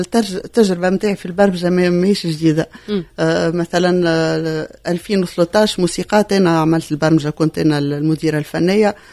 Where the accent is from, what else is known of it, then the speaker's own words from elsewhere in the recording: Tunisia; now in Puerto Rico; وما فماش تونسي في بورتوريكو. فما انا وفما تونسي اخر